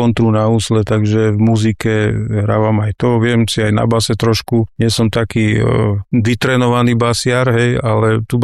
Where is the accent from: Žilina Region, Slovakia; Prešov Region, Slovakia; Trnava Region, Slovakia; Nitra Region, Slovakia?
Žilina Region, Slovakia; Valča; Pochádzam akoby z Valče, ale celý náš rod … ktorý bol prisťahovaný do Valče, bol z Terchovej.